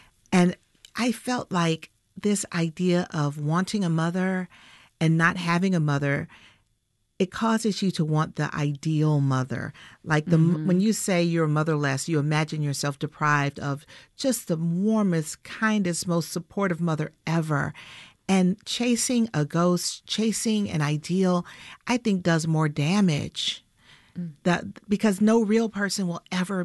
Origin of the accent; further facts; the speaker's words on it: Atlanta, Georgia, United States; I did. I moved back to my hometown.